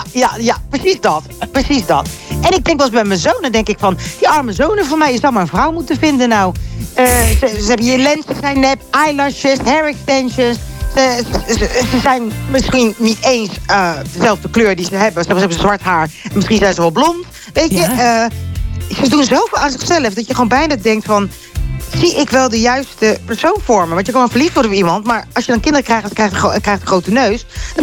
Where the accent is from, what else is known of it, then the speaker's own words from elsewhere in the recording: Netherlands; moved away as an adult; also born or lived in England; now in Curaçao; Ik ben geboren in Nederland. Ik ben op de school geweest in Nederland.